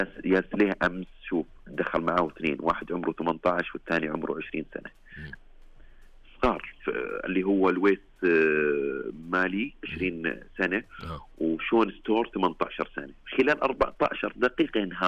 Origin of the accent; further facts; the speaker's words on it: Saudi Arabia; احنا كسعوديين